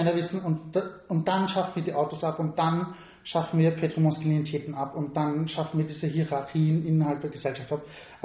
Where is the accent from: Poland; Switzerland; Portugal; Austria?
Austria; Lower Austria; ich komme aus Niederösterreich, ich kenne Niederösterreich, ich war auf jedem Landdorf, Jugendfestel etc.